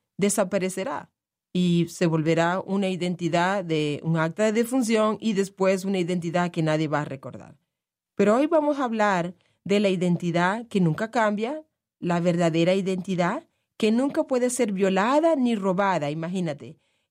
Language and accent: Spanish; Maracaibo, Zulia, Venezuela; now in United States; aunque también soy venezolana, todo el mundo me conoce como